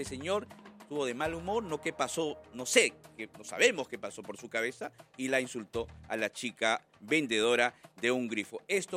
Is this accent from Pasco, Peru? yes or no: no; Chiclayo, Lambayeque, Peru; A ver, qué pena que esto haya ocurrido en Chiclayo, en mi tierra, ¿no?